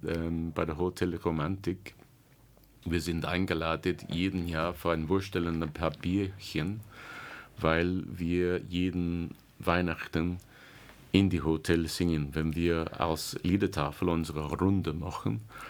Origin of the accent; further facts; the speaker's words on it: Walton-on-Thames, South East England, United Kingdom; German is a second language; moved away; also born or lived in Chelsea; Ich bin in Chelsea geboren, aber mein Kinderzeit war in Walton-on-Thames. Das ist 20, 25 Minuten außen vom London. Und das ist auch ein kleines Dorf